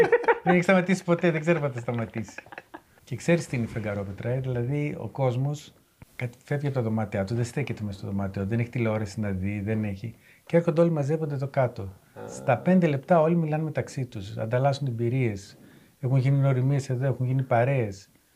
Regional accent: Thessaloniki, Central Macedonia, Greece; born there; moved away as an adult; now in Panteleimonas, Greece; γεννήθηκα στη Θεσσαλονίκη.

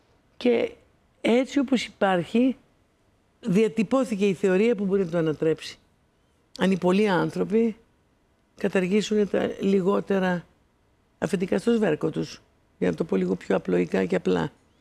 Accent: Greece; Εγώ δεν αγαπάω την πατρίδα μου.

